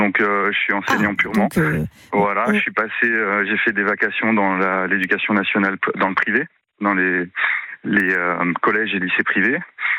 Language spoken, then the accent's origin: French; Belgium; moved away as an adult; also born or lived in Quebec, Canada; now in France; moi, je suis passé par 3 pays francophones différents. Donc, j'ai vécu 30 ans en Belgique, 4 ans au Canada français, donc au Québec. Et ça fait plus d'une dizaine d'années que je suis en France. Donc, j'ai été scolarisé en Belgique, dans le privé.